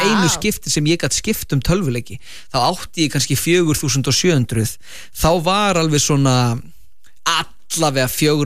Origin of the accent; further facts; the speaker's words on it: Vestmannaeyjar, Southern Region, Iceland; Ég er frá Vestmannum og fekk að skipta reykja ykkur ángir sem það kom tímabil.